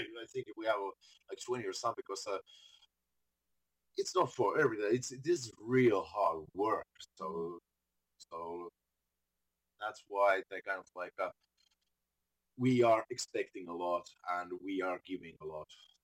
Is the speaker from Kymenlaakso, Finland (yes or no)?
yes; Kouvola, Kymenlaakso, Finland; originally from Kouvola. It's a small town, city in a little bit more eastern side, and that's where the band originally came from.